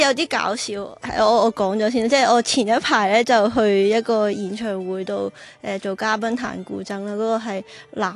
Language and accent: Cantonese; Macau; 我始终我系澳门人啦，咁即系我都系呢个大湾区长大，咁我觉得即系都系我最熟悉嘅语言，同埋最熟悉嘅一个音乐体系咯